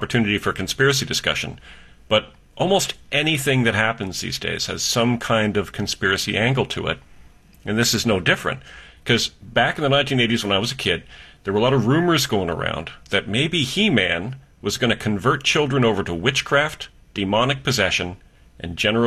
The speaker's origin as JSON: {"language": "English", "town": "Orangeville", "region": "Ontario", "country": "Canada", "tie": "born or raised there", "said": "this happened everywhere, including in my hometown of Orangeville, Ontario. Because there was a terrible and tragic double murder that happened a few blocks from my house when I was in grade 4."}